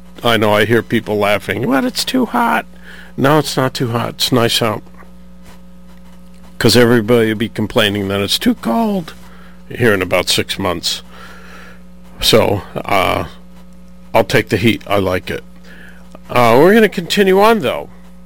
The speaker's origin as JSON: {"language": "English", "town": "Danbury", "region": "Connecticut", "country": "United States", "said": "from Danbury"}